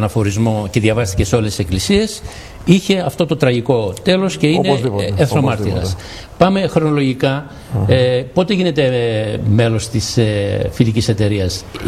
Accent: Chios, North Aegean, Greece; εγώ είμαι από τη Χίο

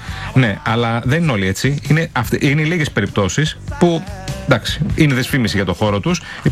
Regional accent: Edessa, Central Macedonia, Greece; Ξέρεις ότι είμαι από την Έδεσα, εγώ, το μισός, έτσι.

